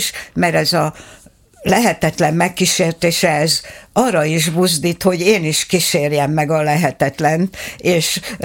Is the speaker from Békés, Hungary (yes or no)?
yes; Kunágota, Békés, Hungary; born there; ebben megjelentettem a szülőfalumat, Kunágotát, és apukám szülőfaluját, Dombiratost.